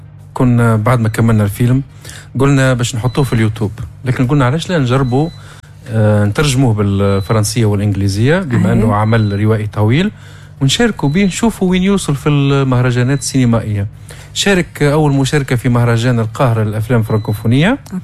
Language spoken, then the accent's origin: Arabic; Djerba, Medenine, Tunisia; احنا فين من جربة هو